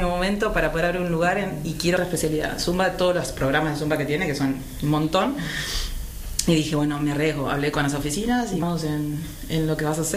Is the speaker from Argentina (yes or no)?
yes; Argentina; moved away; Feliz de después de tantos años de viajar y volver a Argentina y poder demostrar lo que yo hago alrededor del mundo en mi país.